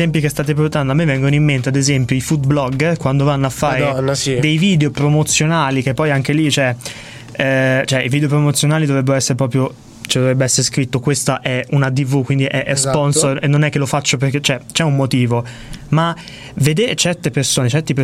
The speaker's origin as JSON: {"language": "Italian", "region": "Marche", "country": "Italy", "said": "Io non essendo di Bologna, sono marchigiano, vivo a Porto Recanati"}